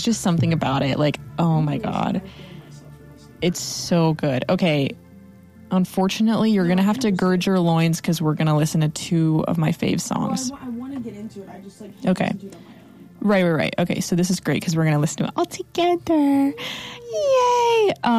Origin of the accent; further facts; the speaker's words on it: Portland, United States; It's literally hard being a Portlander.